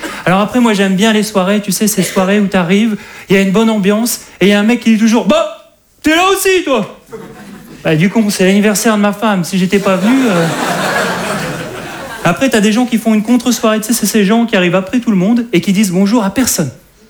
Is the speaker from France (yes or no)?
yes; Hauts-de-France, France; je suis un ch'ti.